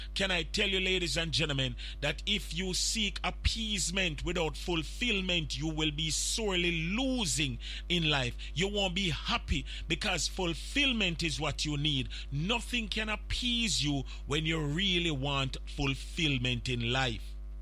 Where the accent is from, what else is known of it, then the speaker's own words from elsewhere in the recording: Jamaica; Because you know we as Jamaican, we leave off the H, right?